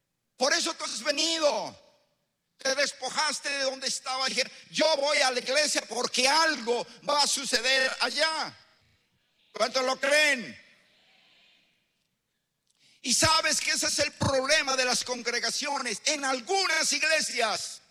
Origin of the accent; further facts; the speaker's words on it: Pasto, Nariño, Colombia; Aquí me conocieron como llegué. Torcido. Yo vengo de Pasto. Y en Pasto hice un anuncio de cómo iba a ser mi muerte.